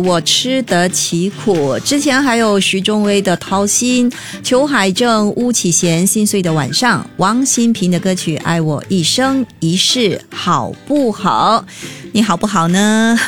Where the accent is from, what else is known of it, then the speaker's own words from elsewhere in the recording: Malaysia; now in Singapore; 因为我来自马来西亚嘛